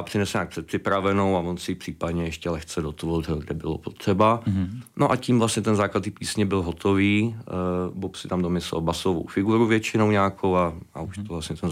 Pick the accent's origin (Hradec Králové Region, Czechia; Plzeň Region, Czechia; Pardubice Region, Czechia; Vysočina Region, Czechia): Pardubice Region, Czechia; Heřmanův Městec; ve východních Čechách, kde máme oba dva vlastně původní rodiště. Já jsem z Chrudimi, vlastně z Hrzmanova městce.